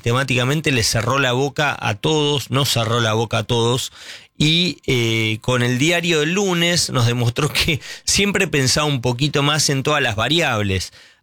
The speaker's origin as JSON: {"language": "Spanish", "country": "Argentina", "said": "los argentinos somos más parecidos finalmente en el comportamiento a lo que fue Lionel Messi"}